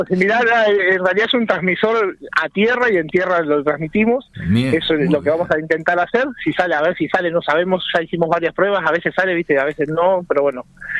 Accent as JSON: {"language": "Spanish", "country": "Argentina", "moved": "as an adult", "said": "Yo lo soy siempre y amo ser argentino y viví muchos años fuera y realmente prefiero estar acá."}